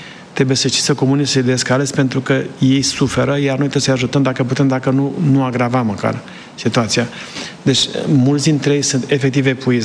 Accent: Sibiu County, Romania; now in United States; Sunt de lângă Sibiu. Am stat lângă Copșa mică

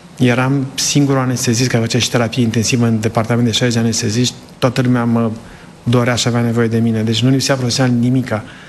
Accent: Sibiu County, Romania; moved away as an adult; now in United States; am vrut să crească cam cum am crescut eu. Sunt de lângă Sibiu. Am stat lângă copșa mică și...

